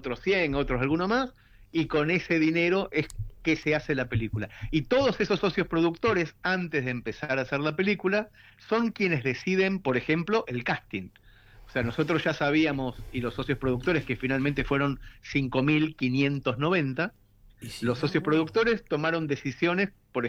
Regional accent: Mercedes, Buenos Aires Province, Argentina; born there; Somos compañeros desde la primaria, en Mercedes

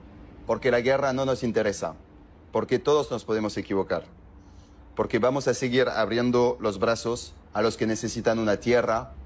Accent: France; now in Argentina; Lo sé porque soy francés, viviendo en Argentina hace 8 años.

